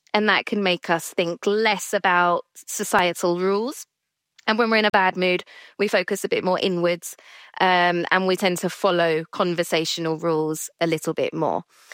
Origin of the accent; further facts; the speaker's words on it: United Kingdom; well, I'm British, so even more so, but we spend a lot of time being worried about what people said